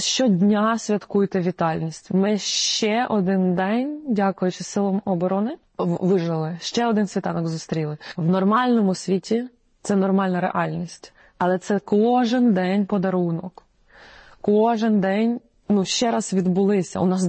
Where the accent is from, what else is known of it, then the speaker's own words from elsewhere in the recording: Russia; moved away; я з Російщини українка